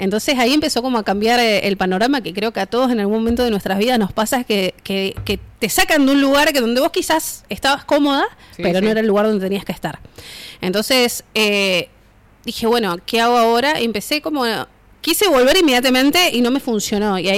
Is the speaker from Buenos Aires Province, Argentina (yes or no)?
no; Río Gallegos, Santa Cruz, Argentina; Soy de acá.